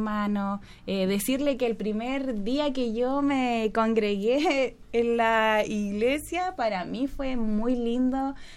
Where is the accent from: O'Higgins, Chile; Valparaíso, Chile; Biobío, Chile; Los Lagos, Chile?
Biobío, Chile; Arauco; moved away as an adult; Yo y mi esposo venimos de la comuna de Arauco, no somos oriundos de acá, no tenemos mucha familia